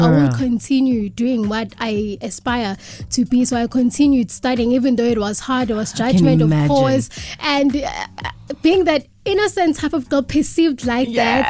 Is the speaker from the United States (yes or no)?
no; KwaZulu-Natal, South Africa; I was born and bred in Gradville at Gwaduwiza. It's a village.